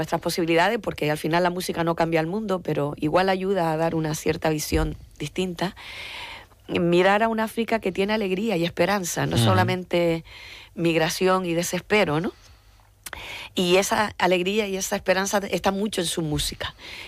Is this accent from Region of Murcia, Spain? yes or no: no; Canary Islands, Spain; Yo que soy de las islas, nosotros que somos de aquí, que somos, pues imagínate, ¿no? Un archipiélago aquí en mitad del Atlántico Medio